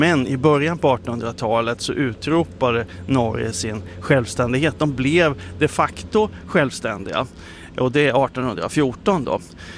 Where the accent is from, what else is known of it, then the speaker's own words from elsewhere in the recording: Sweden; vi i Sverige